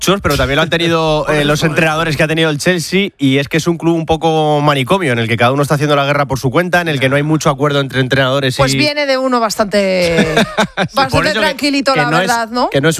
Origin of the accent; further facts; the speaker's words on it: Castile and León, Spain; Yo soy zamorana.